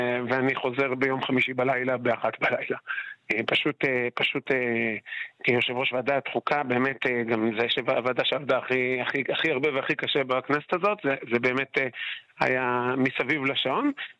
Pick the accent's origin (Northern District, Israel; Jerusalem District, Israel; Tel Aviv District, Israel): Tel Aviv District, Israel; Bnei Brak; born or raised there; moved away